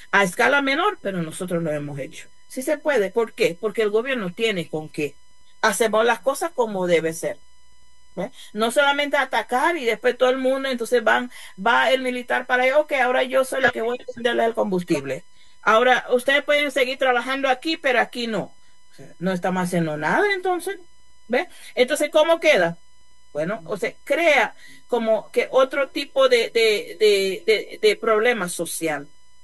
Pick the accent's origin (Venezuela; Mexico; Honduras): Venezuela; Porque una cosa es estar preparado para trabajar en empresas petroleras, porque ya es algo como tradicional que somos un país petrolero